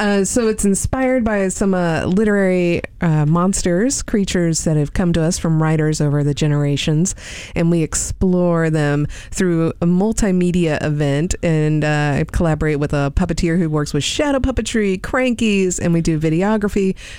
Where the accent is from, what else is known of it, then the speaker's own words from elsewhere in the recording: Texas, United States; I was a queer kid growing up in Texas back in the late 80s, early 90s